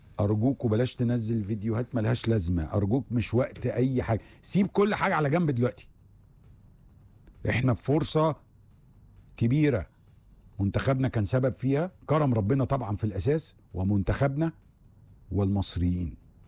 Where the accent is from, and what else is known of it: Egypt